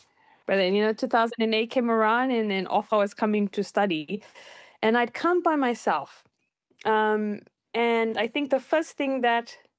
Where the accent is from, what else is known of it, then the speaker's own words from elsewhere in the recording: Fiji; now in Christchurch, New Zealand; I just was like, I'm coming from Fiji. Quite naive in terms of coming into a predominantly Kiwi white neighborhood, you know, white city.